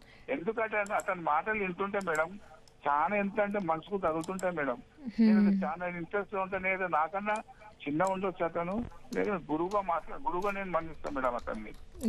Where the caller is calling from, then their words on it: Premavathi Peta, Telangana, India; Madam, Premavathi పేట నుండి.